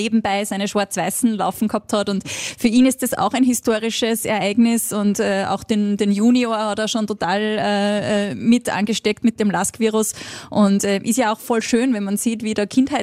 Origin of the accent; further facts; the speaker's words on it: Linz, Upper Austria, Austria; Das kann ich als Linzerin im blau-weißen Umfeld großgezogen.